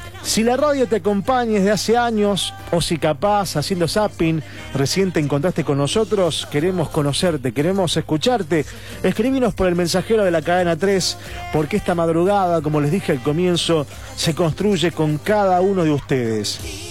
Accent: Bariloche, Río Negro, Argentina; de Bariloche, aquí tomando un cafecito y escuchándolos.

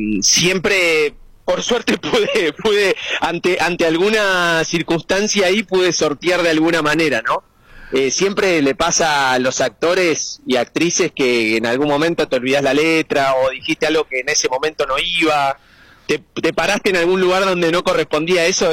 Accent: Ushuaia, Tierra del Fuego, Argentina; moved away as an adult; Yo soy de Ushuaia, ¿no? Soy de nacido en Ushuaia y a los 18 años me fui a Buenos Aires.

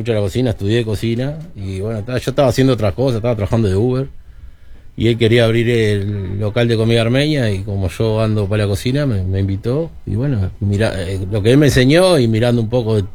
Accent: Montevideo, Uruguay; moved away as an adult; now in Piriápolis, Uruguay; Viví en el Prado, nací en el Prado.

